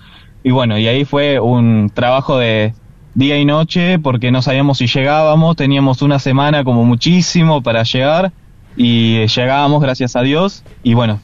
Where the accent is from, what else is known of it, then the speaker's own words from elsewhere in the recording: Mar del Plata, Buenos Aires Province, Argentina; como somos de acá de Mar del Plata